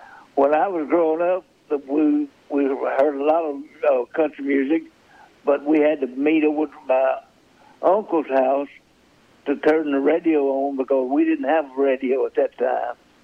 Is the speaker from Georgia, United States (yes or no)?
no; Brewer, Arkansas, United States; born there; Well, I was born here in Arkansas, and I was down in Arkansas County, below Stuttgart, it was a community there. It's called Brewer Community. That's where I started